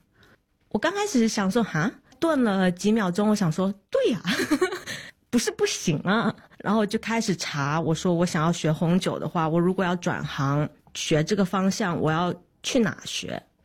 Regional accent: Quanzhou, Fujian, China; moved away as an adult; also born or lived in Beijing; now in Australia; 从小我是在泉州长大的，到北京我也没有觉得生活上有不适应的地方，然后来到澳洲我也没有觉得有

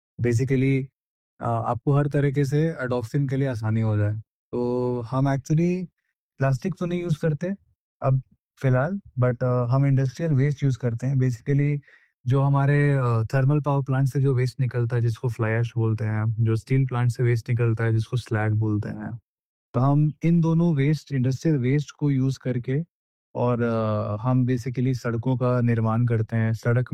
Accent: Ranchi, Jharkhand, India; moved away as an adult; now in Bangalore, India; तो मैं बेसिकली झारखंड रांची से आता हूँ, मेरी परवरिश वहीं हुई थी। उसके बाद फिर मैं 2010 में बैंगलोर आया अपनी इंजीनियरिंग की पढ़ाई करने के लिए।

